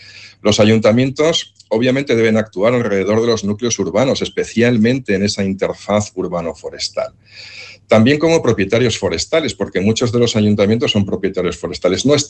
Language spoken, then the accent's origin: Spanish; Valencian Community, Spain; Yo personalmente soy del Alto Palancia, conozco bien aquellas montañas y me toca de lleno.